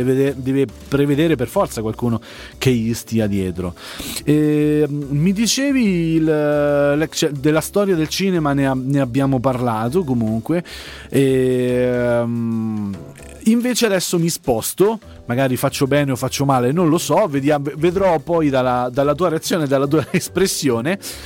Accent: Pescara, Abruzzo, Italy; essendo cresciuto, anche essendo del quartiere

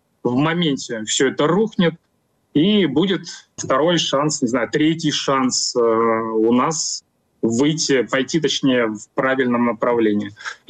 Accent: Russia; moved away as an adult; Не надо обобщать россиян, потому что я сам россиянин, я до 25 года жил в России, в окружении меня все люди прекрасно все понимают.

